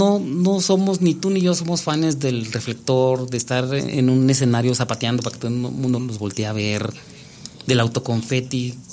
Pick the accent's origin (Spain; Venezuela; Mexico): Mexico; Mexico City; born there; Porque yo soy nacido en la Ciudad de México, pero aquí tengo viviendo 45, 47 años.